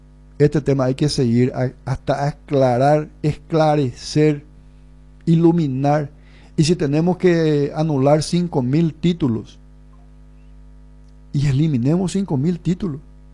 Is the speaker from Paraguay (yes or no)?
yes; Paraguay; No es lo que yo quiero como paraguayo